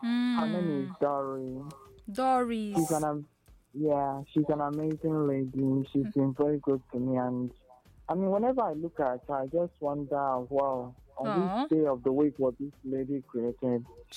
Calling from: Anambra, Nigeria

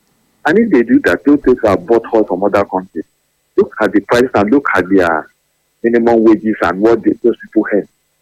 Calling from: Nigeria; I'm calling from Kulema.

